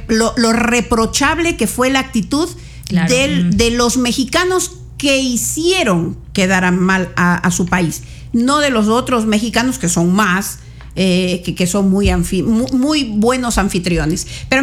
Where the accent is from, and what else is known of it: Ecuador